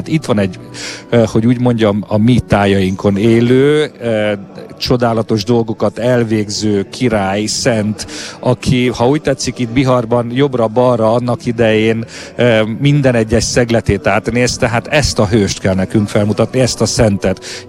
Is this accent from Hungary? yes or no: no; Transylvania, Romania